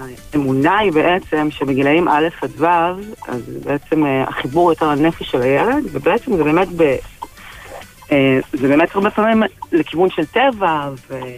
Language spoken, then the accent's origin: Hebrew; Tel Aviv, Tel Aviv District, Israel; now in Jerusalem, Israel; כי תל אביבית במקור לגמרי.